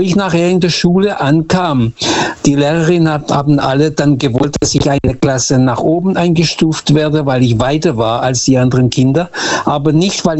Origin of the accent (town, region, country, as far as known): Lisbon, Portugal; German is a second language; now in Germany